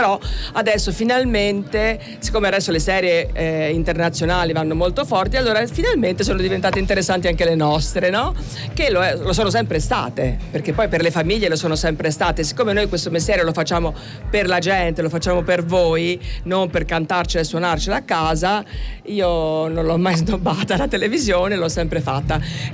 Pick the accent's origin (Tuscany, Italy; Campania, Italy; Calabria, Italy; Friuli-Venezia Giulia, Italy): Tuscany, Italy; Florence; Io sono di Firenze